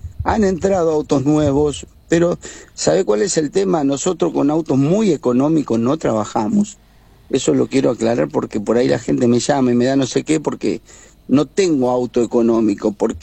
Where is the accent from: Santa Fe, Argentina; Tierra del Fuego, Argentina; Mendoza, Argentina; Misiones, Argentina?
Santa Fe, Argentina; Gaboto; Gaboto, porque bueno, tratándose que es mi pueblo